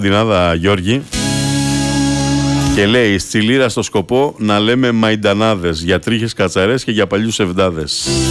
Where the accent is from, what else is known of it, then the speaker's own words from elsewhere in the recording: Greece; μπορώ εγώ τώρα να ταυτιστώ ως Έλληνας φίλαθλος